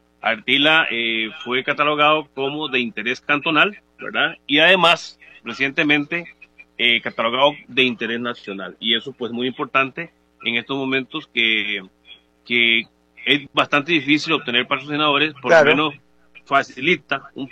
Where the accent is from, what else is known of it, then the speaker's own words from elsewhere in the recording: Abangares, Guanacaste, Costa Rica; now in Tilarán, Costa Rica; yo soy de Avangares. Soy de Avangares y hace 40 años pues me vine para acá por tema laboral y nos mantenemos aquí